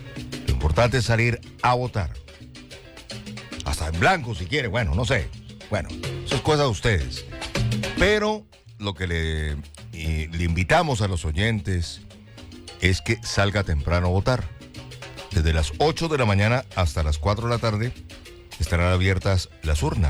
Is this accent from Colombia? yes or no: yes; Colombia; Nosotros como colombianos tenemos que contribuir a fortalecerla